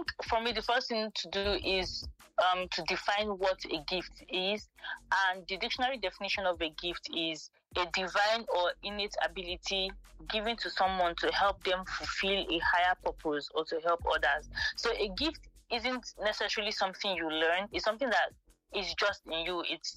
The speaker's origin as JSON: {"language": "English", "region": "Delta", "country": "Nigeria", "moved": "yes", "lives_now": "Abuja, Nigeria", "said": "I'm a Nigerian from Delta State, to be precise."}